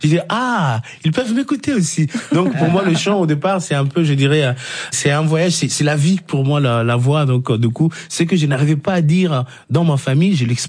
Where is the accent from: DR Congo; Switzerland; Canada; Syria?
DR Congo; Kolwezi, Lualaba; moved away; entre moi de venir de Kolwezi, ma ville natale, jusque en Europe, en Belgique, France, ça a été un chemin.